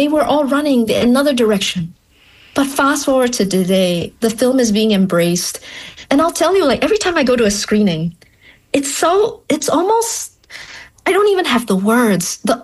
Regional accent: Malaysia; moved away; I'm originally from Malaysia

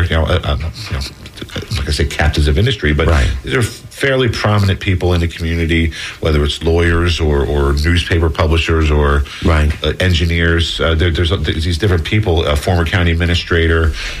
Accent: New Jersey, United States; I grew up in New Jersey, so I root for the New Jersey Devils and the New Jersey Nets and the New York Mets.

